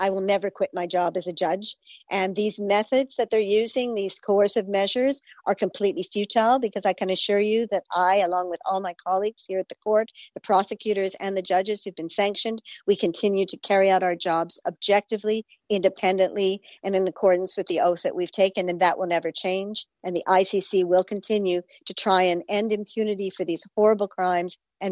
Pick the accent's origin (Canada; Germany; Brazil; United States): Canada; now in Netherlands; Yes, I do have some banking services that banks have agreed to provide me here in the Netherlands and in my home country in Canada.